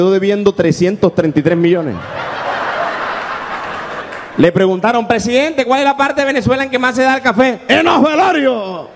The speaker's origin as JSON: {"language": "Spanish", "region": "Caribbean Region", "country": "Colombia", "said": "Pero entonces, nosotros los colombianos nos dividimos en regiones. Nosotros somos los costeños."}